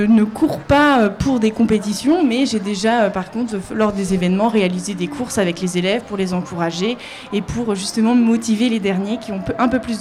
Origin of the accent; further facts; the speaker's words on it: Angers, Pays de la Loire, France; also born or lived in Paris; now in Laval, France; de base, je suis d'Angers, angevine, et j'ai été mutée sur Paris